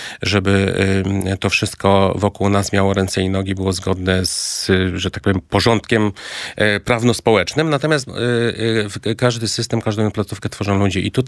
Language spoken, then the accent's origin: Polish; Kraków, Lesser Poland, Poland; Hucialinem. Z Nowej nawet. Huty, tak.